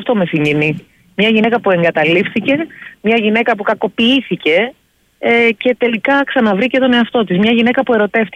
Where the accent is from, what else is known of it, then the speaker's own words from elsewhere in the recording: Greece; πραγματικά είμαι πολύ περήφανη ως Ελληνίδα